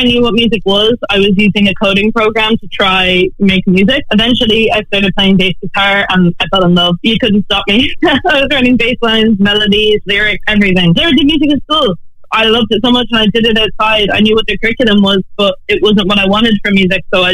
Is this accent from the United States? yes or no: no; Ireland